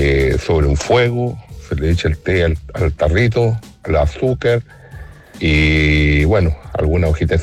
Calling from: Los Andes, Valparaíso, Chile; yo soy de los Andes

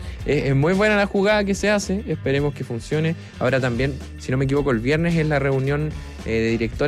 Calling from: Maipú, Santiago Metropolitan Region, Chile; Saludos, Bío … de Maipú, aquí iniciando mi turno junto al trasnoche.

